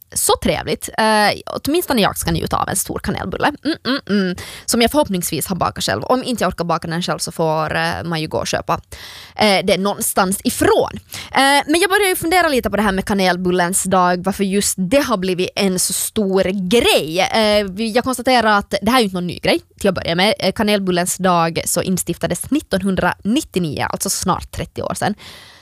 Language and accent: Swedish; Finland; som finlandssvensk